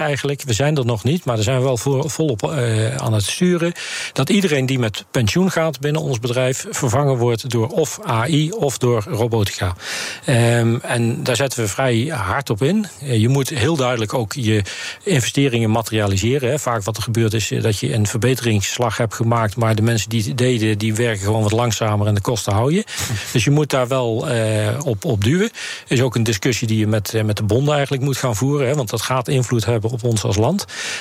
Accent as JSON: {"language": "Dutch", "town": "Nijmegen", "region": "Gelderland", "country": "Netherlands", "said": "Ik kom uit Nijmegen"}